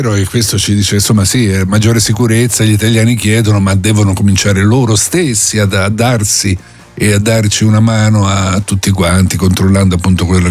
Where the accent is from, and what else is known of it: Rome, Lazio, Italy